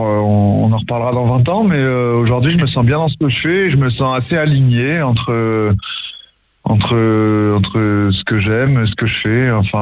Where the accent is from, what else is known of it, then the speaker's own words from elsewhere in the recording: Incarville, Normandy, France; now in Rouen, France; j'ai 31 ans, j'habite actuellement à Rouen, mais j'ai grandi à Incarville